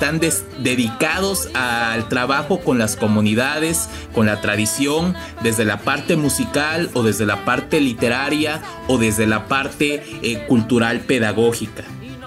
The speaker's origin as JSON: {"language": "Spanish", "region": "Veracruz", "country": "Mexico", "said": "Somos todos veracruzanos"}